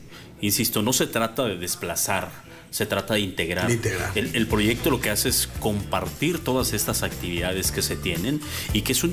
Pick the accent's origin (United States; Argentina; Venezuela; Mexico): Mexico; Puebla; no solamente como poblanos, ¿no?, sino somos orgullosamente el municipio de Ecatepec